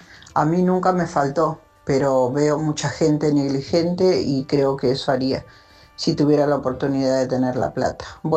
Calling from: San Justo, Buenos Aires Province, Argentina; de San Justo

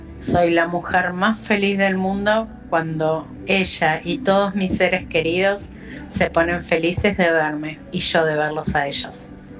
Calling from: Ituzaingó, Buenos Aires Province, Argentina; de Ituzaingó.

